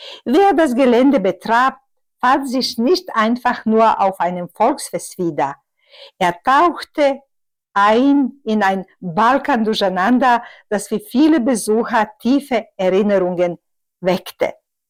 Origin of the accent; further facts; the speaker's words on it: Otok, Northern Bosnia, Bosnia & Herzegovina; German is a second language; Aus Bosnien, Nordbosnien, ein kleiner Staat, heißt Otok.